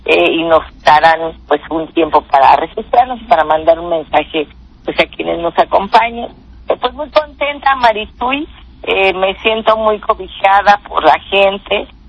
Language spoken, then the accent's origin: Spanish; Guerrero, Mexico; las y los guerrerenses pues tenemos en nuestra sangre pues esa resiliencia de trabajar todos los días también por nuestro pueblo